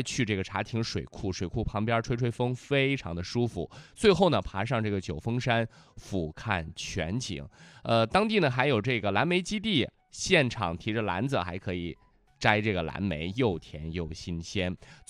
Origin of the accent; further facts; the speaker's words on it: Changsha, Hunan, China; 作为咱们长沙人